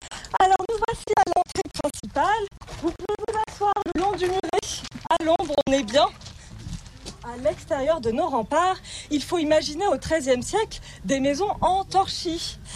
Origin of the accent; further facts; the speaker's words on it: Guilherand-Granges, Auvergne-Rhône-Alpes, France; born there; Ouais, je suis née à Guirangrange.